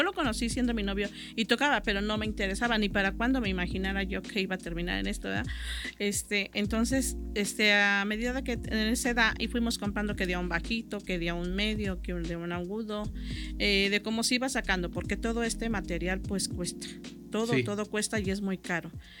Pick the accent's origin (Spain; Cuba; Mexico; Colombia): Mexico; San Luis Potosí; yo soy de San Luis Potosí.